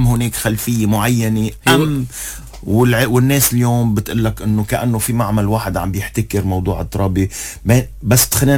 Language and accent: Arabic; Lebanon; كلبنانيين يعني اليوم مثلنا مثل كل هالبلدين